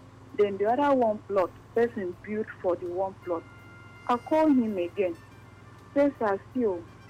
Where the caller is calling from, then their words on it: Port Harcourt, Rivers, Nigeria; I'm calling from Elelewa.